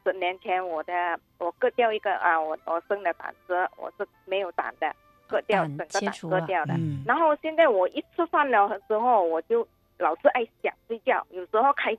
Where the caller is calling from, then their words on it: Vancouver, British Columbia, Canada; Chinese is a second language; 我是来自温哥华的加拿大温哥华的